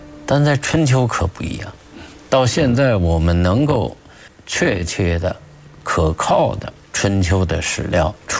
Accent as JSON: {"language": "Chinese", "country": "China", "said": "我们中国人"}